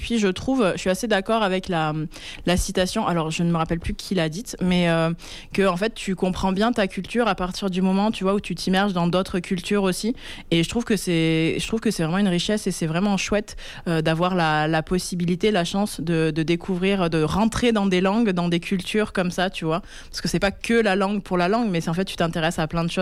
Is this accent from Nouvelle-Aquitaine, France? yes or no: yes; Nouvelle-Aquitaine, France; now in Bordeaux, France; moi, je viens du Limousin. Et donc, dans le Limousin, bah, sans surprise, c'est l'occitan limousin.